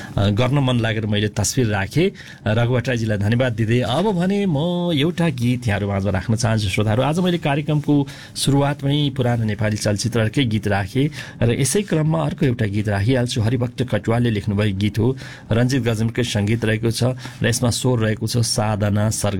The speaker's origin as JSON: {"language": "Nepali", "area": "Ilam district", "region": "Koshi Province", "country": "Nepal", "tie": "born or raised there", "moved": "yes", "said": "यो पुल चाहिँ मेरो गाउँ, मेरो जन्मस्थान र सुलबुङलाई जोड्ने, अर्थात् इलाम सदरमुकाम जानुपर्दा पहिला हामी यही पुल तरेर चाहिँ इलाम जानुपर्थ्यो।"}